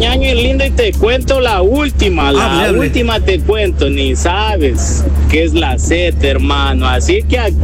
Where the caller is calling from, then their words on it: Ecuador; Igual seguimos siendo ecuatorianos, mijo